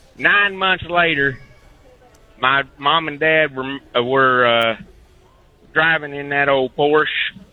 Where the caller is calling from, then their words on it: Texas, United States; I'm in West Texas, somewhere between Fort Worth and Abilene, Texas.